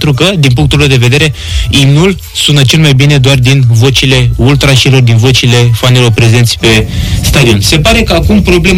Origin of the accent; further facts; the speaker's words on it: Oltenia, Romania; suntem olteni, suntem până la urmă români